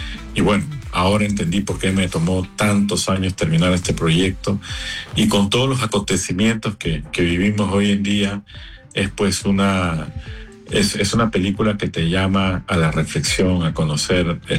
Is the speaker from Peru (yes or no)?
yes; Peru; now in Panama; Soy de origen peruano, vivo en Panamá hace 30 años.